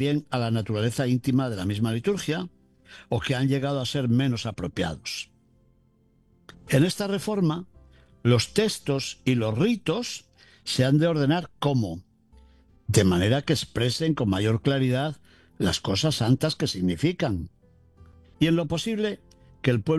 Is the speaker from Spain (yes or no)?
yes; Spain; moved away; en mi tierra de España, en Toledo